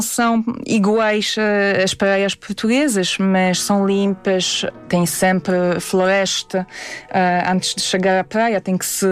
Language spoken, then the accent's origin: Portuguese; Warsaw, Masovian Voivodeship, Poland; Eu sou da capital, sou de Varsóvia, e adoro aquela cidade.